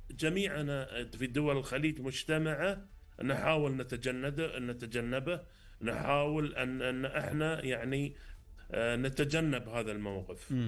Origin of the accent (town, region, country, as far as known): Qatar